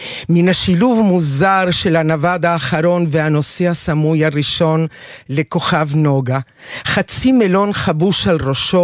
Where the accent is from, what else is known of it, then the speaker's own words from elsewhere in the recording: Montevideo, Uruguay; Hebrew is a second language; אני מאורוגוואי, נולדתי במונטווידאו, עיר אווירה, קטנה וחמה, והזיכרונות שלי זה עם הרבה נוסטלגיה. יש לי עדיין משפחה שם.